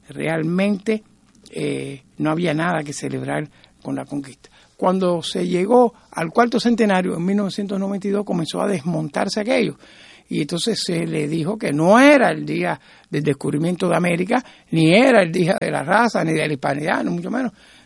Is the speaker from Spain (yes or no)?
no; Cuba